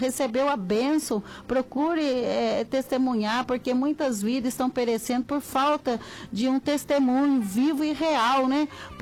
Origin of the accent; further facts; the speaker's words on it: São José dos Campos, São Paulo, Brazil; sou de São José dos Campos.